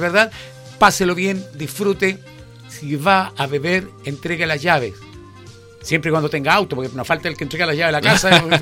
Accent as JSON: {"language": "Spanish", "town": "Graneros", "region": "O'Higgins", "country": "Chile", "tie": "born or raised there", "also_born_or_lived": "Santiago, Chile", "lives_now": "Rengo, Chile", "said": "Yo le doy gracias a la vida de haber elegido vivir acá en Rengo. Yo nací en Santiago, pero obviamente muy pequeñito. Nos instalamos en Graneros, donde yo viví una infancia maravillosa."}